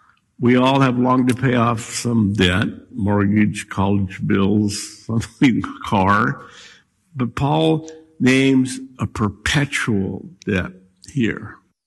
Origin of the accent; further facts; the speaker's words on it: Scotland, United Kingdom; I'm Scottish. My dad taught me to save everything.